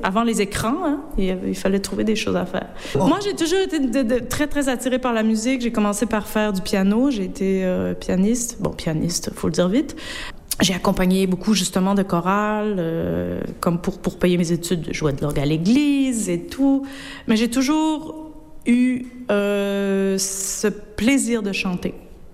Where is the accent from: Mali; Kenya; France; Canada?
Canada; Quebec; moved away; comme on vient des régions un peu pauvres là, de la province